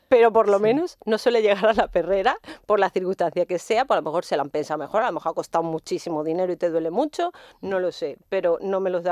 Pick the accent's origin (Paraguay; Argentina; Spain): Spain; somos los españoles